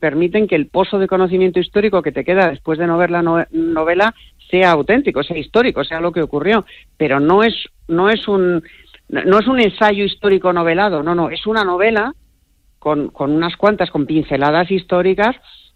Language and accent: Spanish; Spain; O sea, yo soy española, me siento muy orgullosa de ser española, me siento muy orgullosa de mis raíces